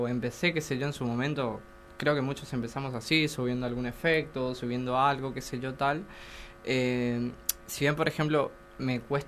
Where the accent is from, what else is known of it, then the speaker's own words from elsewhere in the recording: Candelaria, Misiones, Argentina; Yo vengo de Candelaria, por cierto